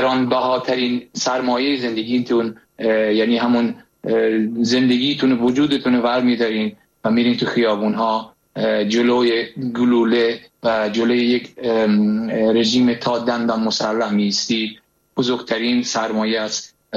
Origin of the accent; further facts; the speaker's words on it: Iran; moved away as an adult; چون من خودم در سن 24 سالگی از ایران اومدم بیرون 22 سال پیش